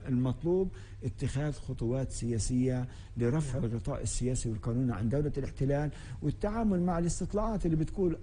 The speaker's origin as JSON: {"language": "Arabic", "country": "Palestine", "said": "إحنا كفلسطينيين"}